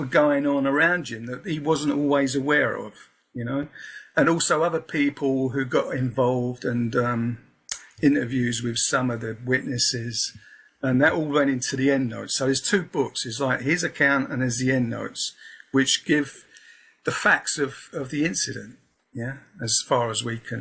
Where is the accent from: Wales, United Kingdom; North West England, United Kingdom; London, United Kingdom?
London, United Kingdom; Peckham; also born or lived in North Devon; But so I was brought up in Southeast London, Peckham.